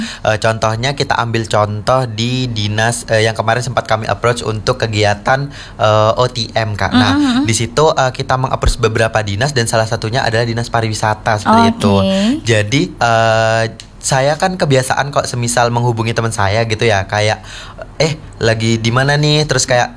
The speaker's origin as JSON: {"language": "Indonesian", "town": "Jember", "region": "East Java", "country": "Indonesia", "said": "Nah kalau saya sendiri sih alhamdulillahnya Jember ya kak."}